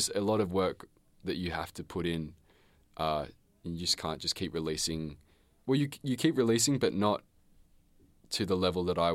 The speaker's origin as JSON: {"language": "English", "town": "Point Lonsdale", "region": "Victoria", "country": "Australia", "tie": "born or raised there", "said": "because I grew up in Point Lonsdale, and so I have a lot of songs that have that sort of beach feel"}